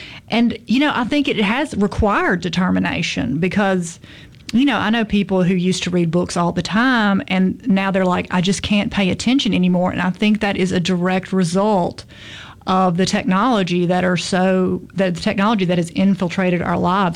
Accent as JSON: {"language": "English", "region": "Mississippi", "country": "United States", "said": "You know, I'm from the Mississippi Delta"}